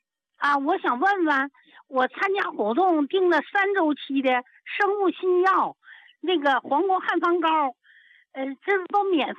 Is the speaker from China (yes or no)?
yes; Zhaoyuan County, Heilongjiang, China; moved away as an adult; now in Guangxi, China; 我老家我是东北，我是黑龙江皂源县的。